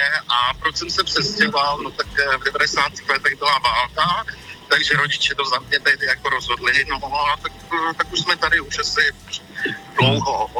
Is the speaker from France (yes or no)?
no; Sarajevo, Federation of Bosnia and Herzegovina, Bosnia & Herzegovina; Czech is a second language; Tak co se týče Sarajeva, tak já jednoznačně doporučuju, protože Reno, samozřejmě, že to je jako z protekce moje rodné